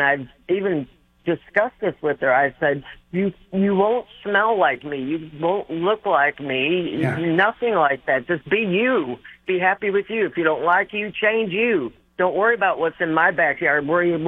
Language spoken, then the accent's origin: English; the South, United States; Basically, where I live, I'm from the South, and I didn't realize where I moved to that there was a lot of people who practice voodoo